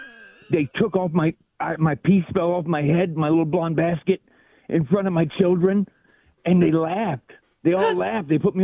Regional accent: Rochester, New York, United States; also born or lived in Philadelphia; now in Virginia, United States; I'm from Rochester, New York, but I reign from Philadelphia, but I now live in Virginia.

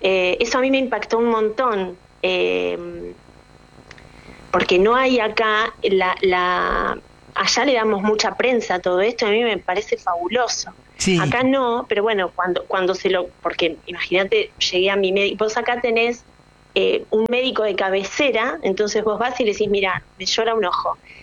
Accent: Argentina; moved away as an adult; yo vengo de Argentina y me hago todo esto cada año

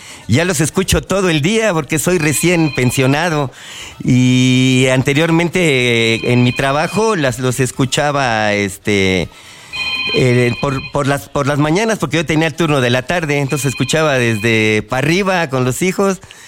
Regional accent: Iztacalco, Mexico City, Mexico; vengo de la Colonia Agrícola Pantitlán.

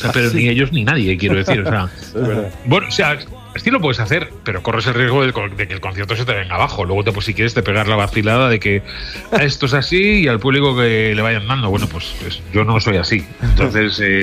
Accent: Alicante, Valencian Community, Spain; moved away as an adult; also born or lived in Madrid; aunque nací es en Madrid, pero luego me fui muy, muy crío, con 6, 7 años me fui a vivir a Alicante. Y desde esa edad, más o menos, hasta los, un poco antes inclusive, hasta los 18, que ya me voy a ir a Valencia.

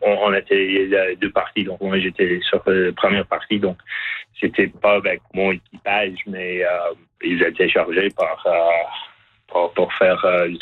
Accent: Canada; chez nous au Canada.

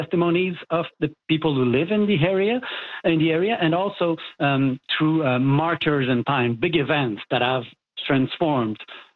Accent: Montreal, Quebec, Canada; this has transformed the way I view as an external, born and raised in Montreal.

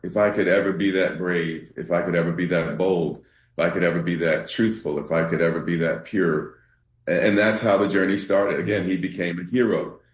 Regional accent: Central Islip, New York, United States; also born or lived in New Jersey / Willingboro; I grew up in outside New York City in Long Island, New York, Central Islip.

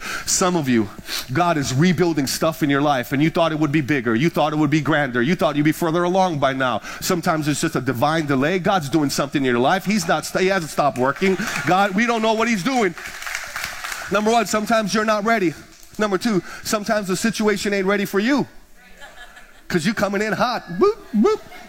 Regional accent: Big Island, Hawaii, United States; I'm from the Big Island.

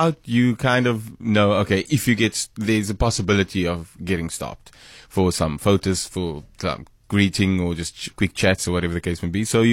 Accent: Malmesbury, Western Cape, South Africa; I can remember growing up in Malmesbury, I couldn't have asked for a better place to grow up.

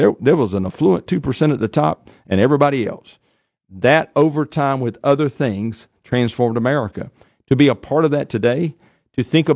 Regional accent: North Carolina, United States; moved away as an adult; now in North Dakota, United States; I grew up in Eastern North Carolina.

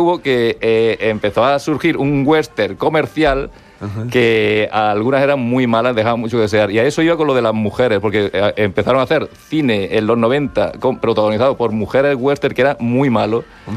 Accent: Castilla-La Mancha, Spain; Yo soy manchego

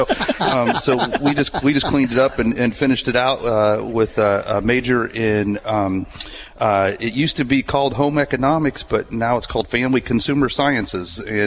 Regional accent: Villa Grove, Illinois, United States; also born or lived in North Carolina; now in Springfield, United States; I grew up in Champaign area, south of Champaign, in Villa Grove

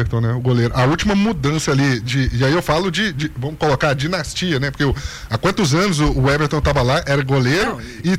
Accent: Minas Gerais, Brazil; Como um bom mineiro que sou desconfiado

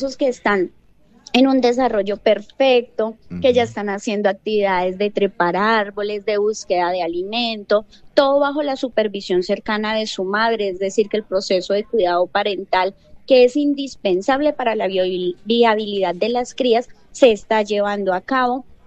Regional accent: Huila, Colombia; como huilenses y como colombianos

